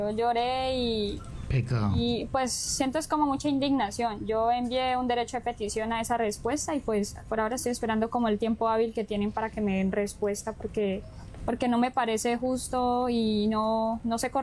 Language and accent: Spanish; Popayán, Cauca, Colombia; porque yo no soy de acá.